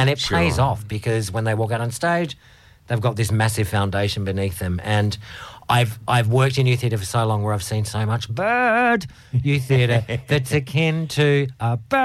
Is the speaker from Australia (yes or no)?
yes; Tasmania, Australia; I grew up in Tasmania